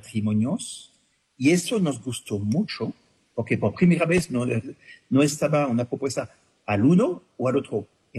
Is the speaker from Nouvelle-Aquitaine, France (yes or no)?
yes; Bergerac, Nouvelle-Aquitaine, France; íbamos a salir de Bergerac, venimos de cerca de Burdeos, en Francia, y vamos a irnos.